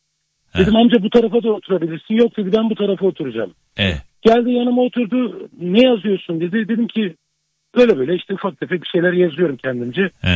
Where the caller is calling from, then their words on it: Istanbul, Turkey; İstanbul'dan, Beylikdüzü'nden.